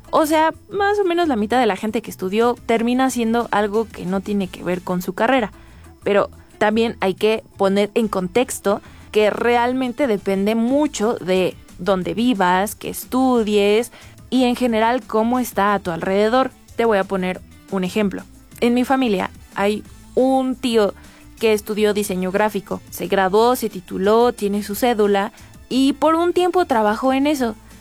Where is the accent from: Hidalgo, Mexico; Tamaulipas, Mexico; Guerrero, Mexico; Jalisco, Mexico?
Hidalgo, Mexico; Tulancingo; Con las oportunidades que se encontraban en donde yo soy, que yo soy de Tulancingo.